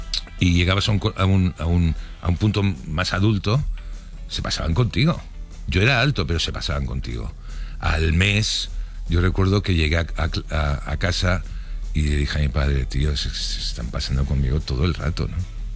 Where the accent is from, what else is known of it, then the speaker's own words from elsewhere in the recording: Barcelona, Catalonia, Spain; born there; Pero si yo he nacido en Barcelona, ¿por qué soy murciano?